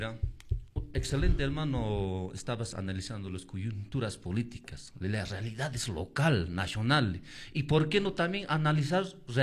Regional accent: Quiñota district, Cusco, Peru; now in Santo Tomás, Peru; acá habitando en nuestro pueblo de Santo Tomás, yo soy del distrito de Quiñota, de su comunidad de Pumayacta.

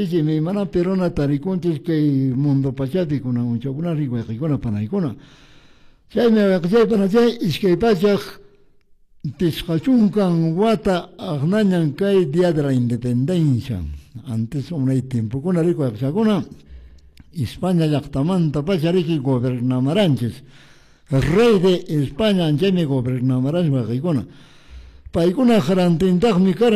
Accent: Peru; iniciamos y arrancamos el mes del aniversario patrio de nuestro país, el Perú. Como peruanos

